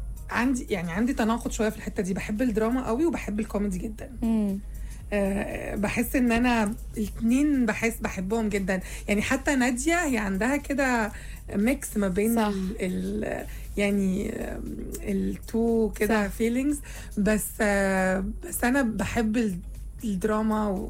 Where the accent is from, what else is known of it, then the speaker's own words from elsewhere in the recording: Syria; أنا برضو بعمل، يعني أنا سورية وبعمل الدور ده